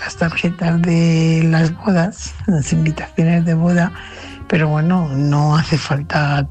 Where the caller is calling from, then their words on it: Fuenlabrada, Community of Madrid, Spain; corresponsal de Fuenlabrada.